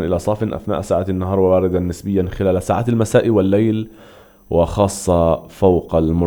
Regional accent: Palestine; صباح الخير لبلادنا، للسهل والنهر، للبحر والجبل، للواد وإيش والهضبة. صباح الخير كمان لصحراء البلاد. فلسطين تتميز بوجود كل أنواع التضاريس في داخلها.

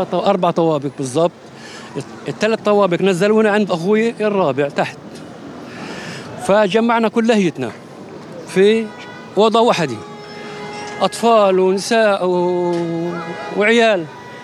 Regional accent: Palestine; احنا كشعب فلسطيني لا بهمني الاشي الشخصي ولا اشياء، انا بهمني الاشي العام.

